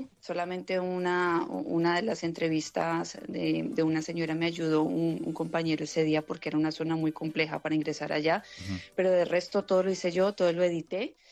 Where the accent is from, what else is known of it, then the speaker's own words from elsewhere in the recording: Colombia; como colombianos yo hablo en mi país cuando me corresponda, en mi ciudad